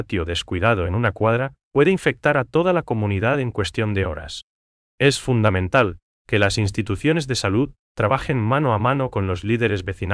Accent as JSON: {"language": "Spanish", "country": "Paraguay"}